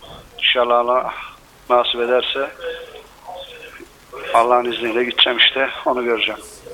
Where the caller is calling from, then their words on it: Aydın, Turkey; Aydın Açık'tan arıyorum da.